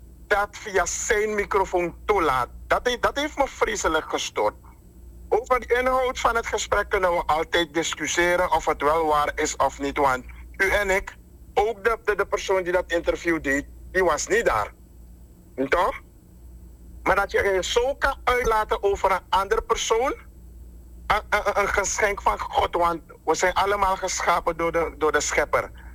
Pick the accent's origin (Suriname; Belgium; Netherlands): Suriname; we zijn Surinamers.